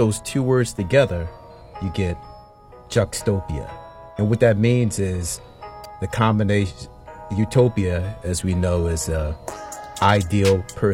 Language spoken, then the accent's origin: English; Baltimore, Maryland, United States; So born and raised in Baltimore, 33rd Street in the Alameda, and then Ashburton as well.